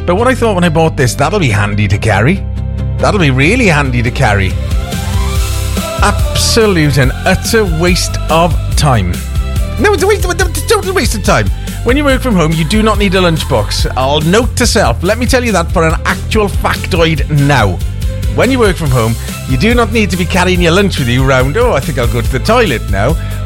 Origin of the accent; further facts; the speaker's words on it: Wales, United Kingdom; my hometown, Radio Pembrokeshire